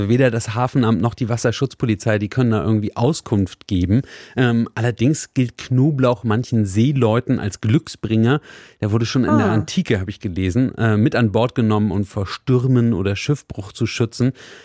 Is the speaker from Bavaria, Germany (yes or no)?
no; Rostock, Mecklenburg-Vorpommern, Germany; ich komme ja aus Rostock